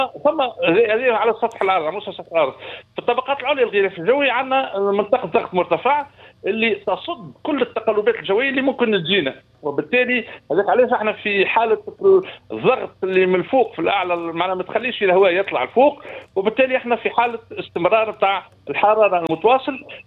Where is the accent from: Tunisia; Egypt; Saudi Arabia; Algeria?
Tunisia